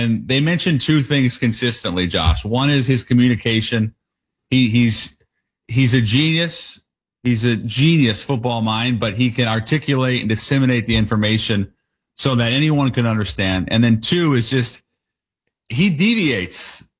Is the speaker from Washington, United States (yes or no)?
yes; Seattle, Washington, United States; I'm from Seattle, so I'm a little biased about what the Seahawks mean to the league